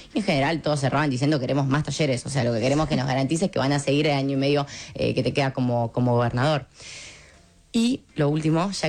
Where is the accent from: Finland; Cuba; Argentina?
Argentina; Florencio Varela, Buenos Aires Province; yo soy de Florencio Varela